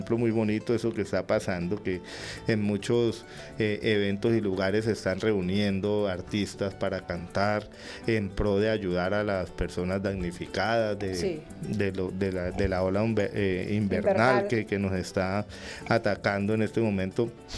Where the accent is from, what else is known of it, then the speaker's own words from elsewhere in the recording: Arauca, Colombia; por eso somos llaneros, ¿no? Y se estableció esa cultura de caballo, toro y jinete aquí en esta región. Somos evidentemente colombo-venezolanos, porque pues nuestra familia más de la mitad está en Venezuela.